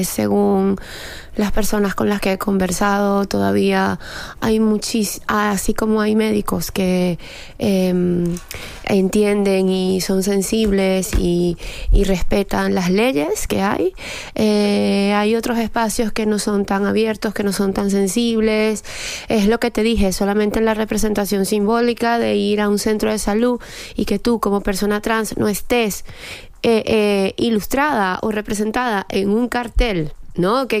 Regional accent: Venezuela; now in Spain; yo, como inmigrante venezolana, que ahora estoy nacionalizada aquí en España

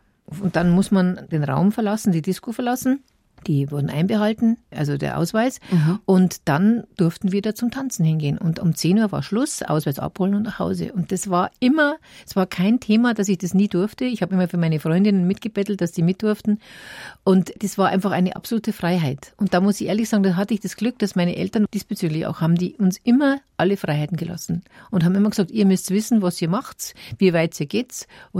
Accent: Munich, Bavaria, Germany; bis ich 10 Jahre alt habe ich sind wir in Schwabing aufgewachsen. Und dann sind wir Gott sei Dank nach Moosach gezogen, ans Ende der Welt. Damals, weil da war gar nichts, da war noch Oberwiesenfeld, da gab es kein Olympiagelände, gar nichts.

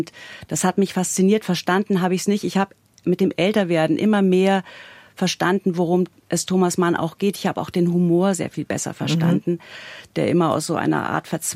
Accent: Bavaria, Germany; Mein Kindheits- und Jugendsee ist ja eigentlich der Starnberger See. Ich komme aus dem Isartal.

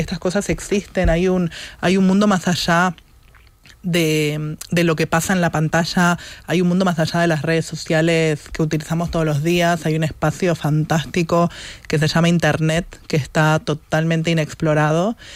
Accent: Uruguay

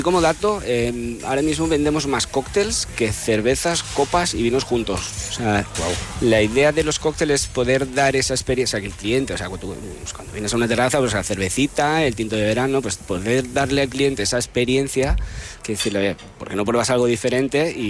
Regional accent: Casar de Cáceres, Extremadura, Spain; Yo soy extremeño, Extremadura por bandera, soy del Casar de Cáceres, guiño guiño, de la torta del Casar.

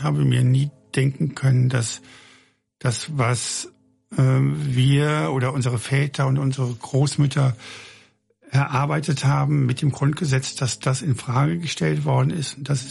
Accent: Eifel, Germany; Da, wo ich groß geworden bin, in der Eifel, hat auch die AfD einen sehr hohen Stimmanteil.

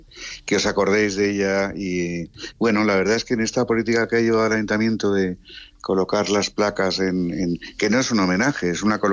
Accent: Madrid, Community of Madrid, Spain; Pero soy también al mismo tiempo el único que es de Madrid, yo nací en Madrid.

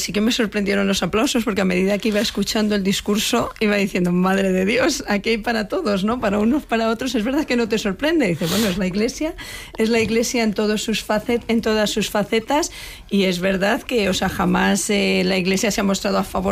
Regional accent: Spain; now in Madrid, Spain

